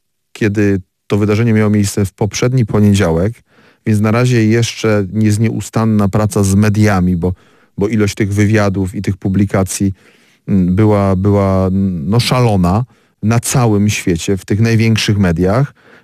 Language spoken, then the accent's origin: Polish; Opole, Opole Voivodeship, Poland; Oczywiście jesteśmy Polakami z Opola